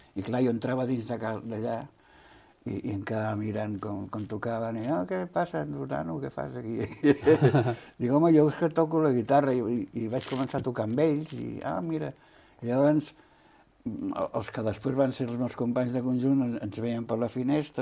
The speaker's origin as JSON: {"language": "Catalan", "town": "Cubelles", "region": "Catalonia", "country": "Spain", "tie": "born or raised there", "also_born_or_lived": "Vilanova", "said": "jo vaig néixer a Vilanova, la gent em coneix a mi per … És quan vaig vindre a Cubelles, de molt petit, que vaig vindre aquí"}